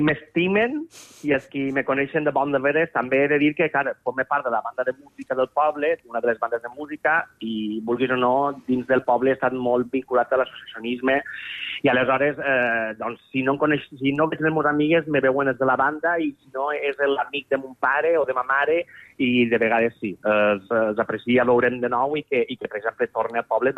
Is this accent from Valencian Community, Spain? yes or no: yes; Albaida, Valencian Community, Spain; al meu poble heu de visitar, si anau al Baida, el Museu Internacional de Titelles